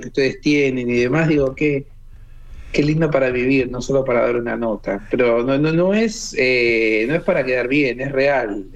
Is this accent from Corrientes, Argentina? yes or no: no; La Plata, Buenos Aires Province, Argentina; Yo, mira, soy platense, la ciudad es muy linda también.